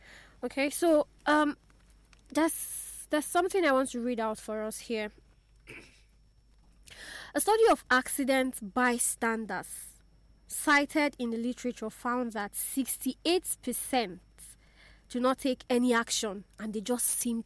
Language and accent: English; Nigeria; As a human now, not as a Nigerian, as a human, what's your first instinct?